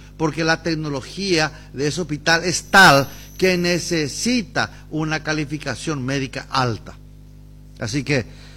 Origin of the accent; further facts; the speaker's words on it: Paraguay; me sentí orgulloso como paraguayo, porque yo soy del interior